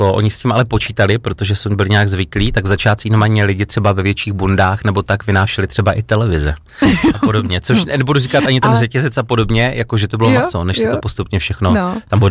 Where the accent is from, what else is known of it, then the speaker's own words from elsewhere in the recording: Opava, Moravian-Silesian Region, Czechia; co se děje v Opavě, mimochodem mém rodném městě